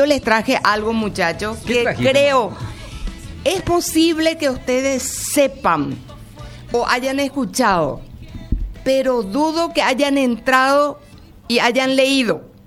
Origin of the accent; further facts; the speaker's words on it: Paraguay; Somos paraguayos, somos valientes